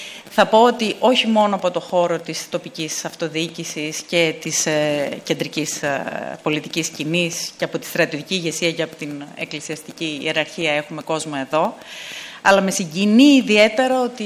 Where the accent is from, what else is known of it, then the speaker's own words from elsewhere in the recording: Eastern Macedonia and Thrace, Greece; born there; Γεννηθήκαμε όλοι στη Θράκη. Μεγαλώσαμε ακούγοντας ιστορίες από παππούδες και γιαγιάδες.